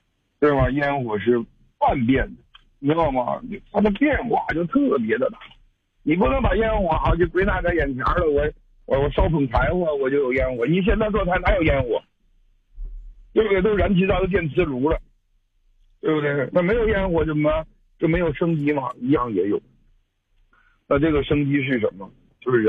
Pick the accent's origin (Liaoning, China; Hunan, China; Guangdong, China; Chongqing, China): Liaoning, China; Wafangdian; born there; 那会儿我家山东，祖籍不山东的嘛。然后呢，我呢是大连瓦房店出生的啊。瓦房店吧，真是一个非常美丽的小城市